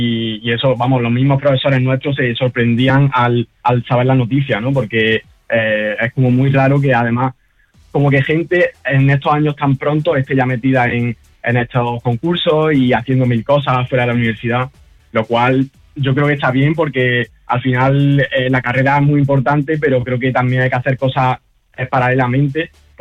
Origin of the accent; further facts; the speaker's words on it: Granada, Andalusia, Spain; born there; also born or lived in Almería / Pinos Genil; Bueno, yo nací en Almería, pero luego nos mudamos a Granada cuando yo era joven, y bueno, he vivido en un pequeño pueblo de Granada unos cuantos años, en Pino Genil, y luego ya me mudé a Granada capital. Al Zaidín.